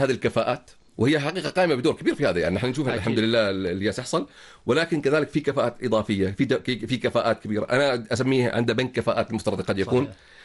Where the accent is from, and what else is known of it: Oman